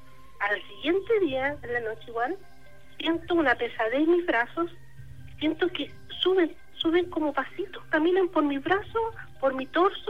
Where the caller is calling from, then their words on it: Los Ángeles, Biobío, Chile; Estoy llamando de Los Ángeles, a la región.